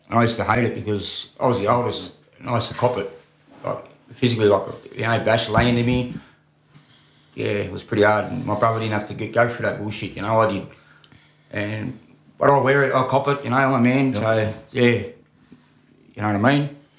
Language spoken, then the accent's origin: English; Redfern, New South Wales, Australia; I'm from Redfern, Yorra and Gadigal, man.